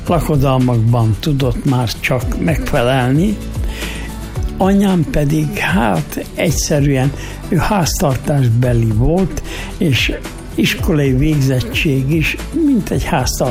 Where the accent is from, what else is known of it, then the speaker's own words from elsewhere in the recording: Gáva, Szabolcs-Szatmár-Bereg, Hungary; Épp most november 1-én voltam otthon, Gáván, minden szentekkor, és körbenéztem, hogy úgy állnak-e még a házak. Hát a mi házunk nincs földdel, egyenlővé tették